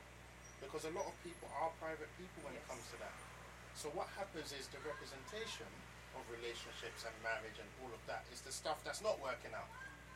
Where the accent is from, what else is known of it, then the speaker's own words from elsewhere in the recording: London, United Kingdom; I grew up in Peckham. I grew up around poor people.